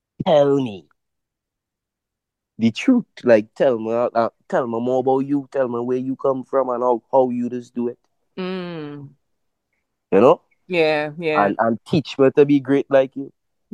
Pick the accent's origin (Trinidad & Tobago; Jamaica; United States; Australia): Trinidad & Tobago; from the beautiful Twin Islands of Trinidad and Tobago. I am from Southside